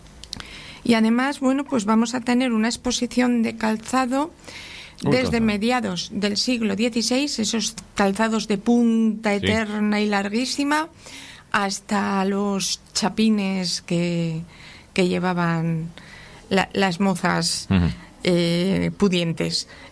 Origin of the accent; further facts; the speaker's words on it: Laredo, Cantabria, Spain; Entonces los pocos que estamos ahí por la mañana, que somos de Laredo, pues hacemos campamento por la mañana.